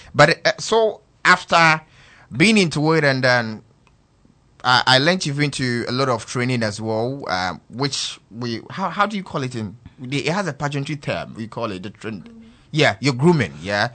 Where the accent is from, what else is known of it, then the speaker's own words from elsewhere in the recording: Ashaiman, Greater Accra, Ghana; I actually grew up in a Shyman, Vaco Flats, actually.